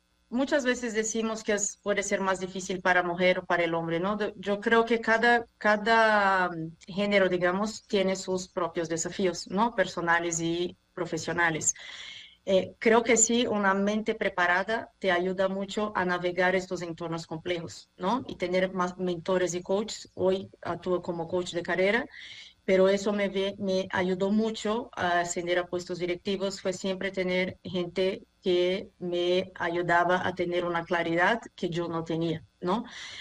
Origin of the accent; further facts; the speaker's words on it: Brazil; accent: Brazilian; Spanish is a second language; moved away as an adult; also born or lived in Germany / United States; now in Mexico; Como perciben por mi acento, soy brasileña, pero ya vivo en México hace casi 9 años. Tengo un hijo mexicano, la verdad me encanta este país.